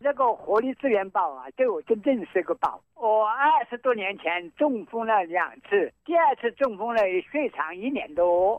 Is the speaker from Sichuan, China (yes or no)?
no; Xianning, Hubei, China; 我是咸宁的，我82岁了。